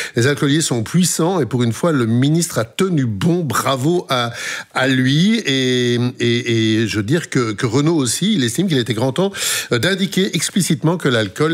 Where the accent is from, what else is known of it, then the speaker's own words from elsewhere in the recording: Belgium; Si on voyage un peu, quand on dit qu'on est belge, généralement, on nous parle, un, du foot et deux, de la bière.